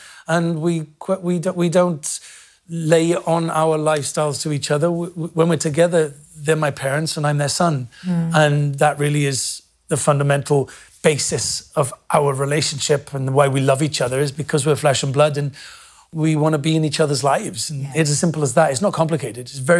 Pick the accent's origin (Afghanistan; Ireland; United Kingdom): United Kingdom; Wales; accent: Welsh; part of my identity, I absolutely believe, is my accent, my Welsh accent. And I know it's not very, very strong, but I think you know I'm Welsh. You can hear it. And I love that, you know, and I'm proud of being Welsh.